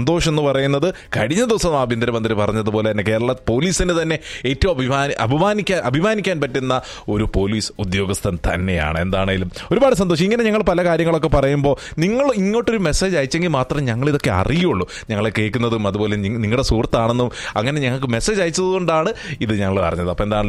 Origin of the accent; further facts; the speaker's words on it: Chengannur, Kerala, India; ചെങ്ങന്നൂരാണ്. ഈ പുലിയൂരൊക്കെ ഞാൻ ഓടി കളിച്ച് വളർന്നേക്കുന്ന സ്ഥലങ്ങളാണ്. അതാണ് ഞാൻ ഞാൻ ചെങ്ങന്നൂര് നമ്മുടെ ടൗണിൽ തന്നെ ട്രാൻസ്ഫർ സ്റ്റാൻഡിന്റെ നേരെ ബാക്കിലായിട്ട് വരും.